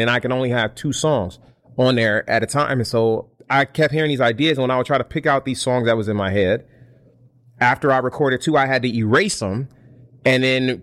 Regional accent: Sacramento, California, United States; I'm a musician. I'm a composer from Sacramento, California, born and raised.

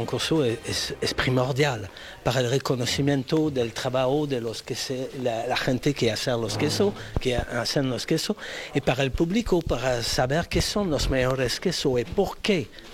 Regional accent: Canada; Spanish is a second language; moved away as an adult; now in Spain; Soy de Canadá, vivo en España después de 10 años.

